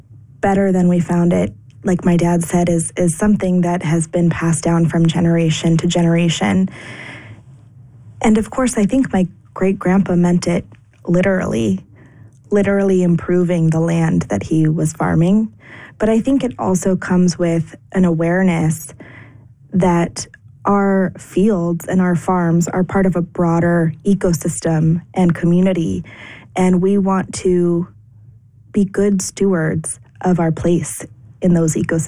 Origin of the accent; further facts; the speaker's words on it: Chico, California, United States; moved away as an adult; also born or lived in Los Angeles / London / New York; Well, I grew up here in Chico